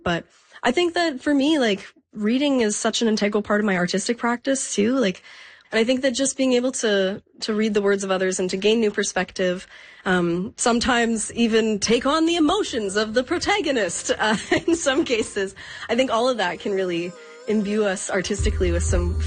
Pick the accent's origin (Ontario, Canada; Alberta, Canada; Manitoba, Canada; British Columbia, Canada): Alberta, Canada; Edmonton; also born or lived in Fort McMurray; multidisciplinary artist from Edmonton, Alberta. I was born in Fort McMurray and now reside in the Treaty 6 region.